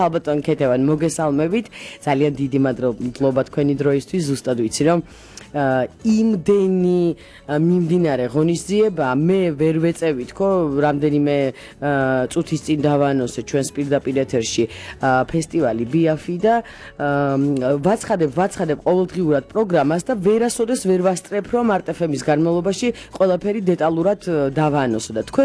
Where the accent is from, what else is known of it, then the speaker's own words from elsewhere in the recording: Guria, Georgia; ახლა ორი გურულის საუბარს ისმენთ